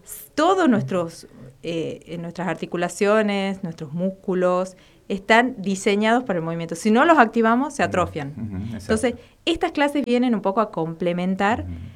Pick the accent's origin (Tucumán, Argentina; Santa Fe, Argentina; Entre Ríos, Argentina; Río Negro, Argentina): Tucumán, Argentina; now in Catamarca, Argentina